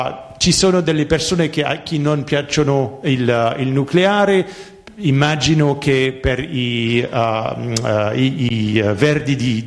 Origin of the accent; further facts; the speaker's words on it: France; Italian is a second language; io lo dico come francese